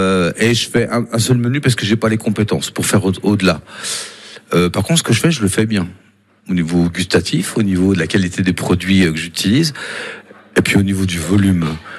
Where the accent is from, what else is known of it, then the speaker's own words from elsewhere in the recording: Bourgogne-Franche-Comté, France; un bon comté parce que je suis jurassien